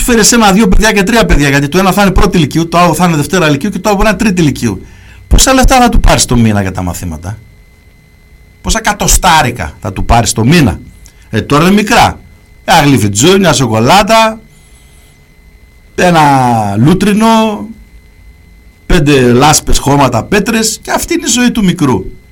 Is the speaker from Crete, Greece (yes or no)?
no; Thessaloniki, Central Macedonia, Greece; εκεί που μεγάλωσα Σαλονίκη, τα πρόλαβα εγώ.